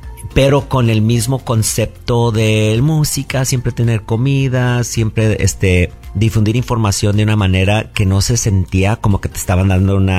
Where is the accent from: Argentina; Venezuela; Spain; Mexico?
Mexico; now in United States; sufrimos hambre como fiel mexicano, ¿no?